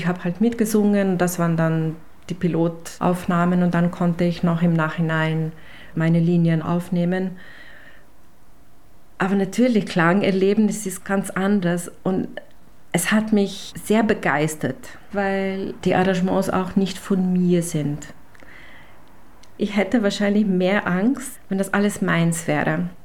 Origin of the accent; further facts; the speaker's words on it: Krško, Slovenia; In Kirschko, wo ich herkomme, habe ich in Big Band angefangen als Sängerin.